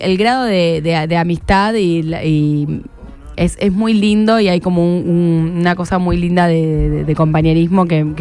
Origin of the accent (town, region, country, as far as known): Argentina; born or raised there; moved away as an adult; now in Buenos Aires, Argentina